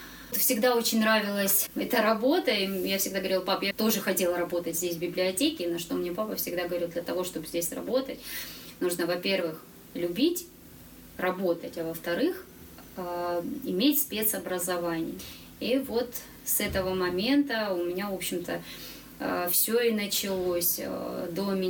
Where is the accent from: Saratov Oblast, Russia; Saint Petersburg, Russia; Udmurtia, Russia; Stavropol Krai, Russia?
Stavropol Krai, Russia; Kislovodsk; born there; Я родилась в Кисловодске в 1985 году в семье слепого